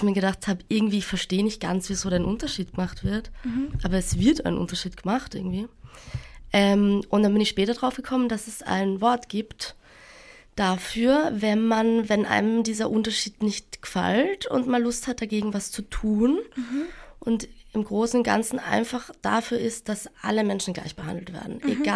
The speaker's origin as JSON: {"language": "German", "town": "Graz", "region": "Styria", "country": "Austria", "tie": "born or raised there", "moved": "as an adult", "lives_now": "Berlin, Germany", "said": "ich bin 28, bin in Graz aufgewachsen und wohne seit ein paar Jahren in Berlin"}